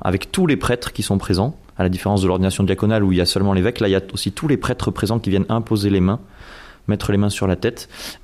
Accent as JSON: {"language": "French", "town": "Mende", "region": "Occitanie", "country": "France", "tie": "born or raised there", "said": "j'ai grandi à Mende, j'ai fait ma scolarité à Mende, je suis vraiment lozérien"}